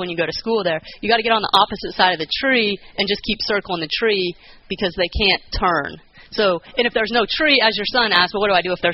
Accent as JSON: {"language": "English", "town": "Goodland", "region": "Kansas", "country": "United States", "tie": "born or raised there", "said": "I was born and raised in Goodland, Kansas my entire life. My mom was from Wichita, my dad was from Kansas City"}